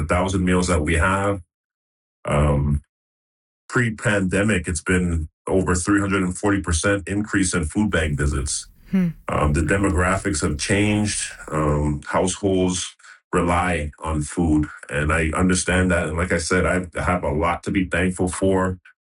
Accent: Toronto, Ontario, Canada; And for somebody that's born and raised in Toronto. I feel indebted to give back everything I can to this city

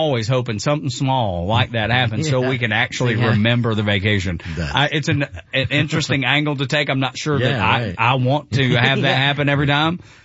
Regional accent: Dalton, Georgia, United States; growing up in Northwest Georgia

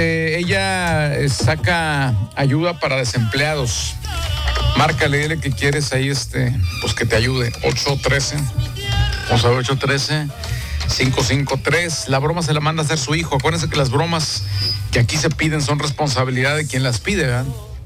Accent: San Nicolás de los Garza, Nuevo León, Mexico; Bueno, yo soy de San Nicolás, mi hija es de Apodaca, ¿verdad?

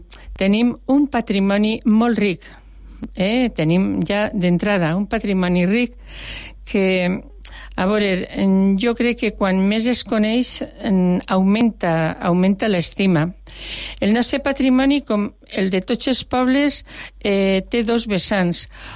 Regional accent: Albaida, Valencian Community, Spain; exceptuant els espòsits que vaig passar a la vall, sempre m'he quedat en el meu poble

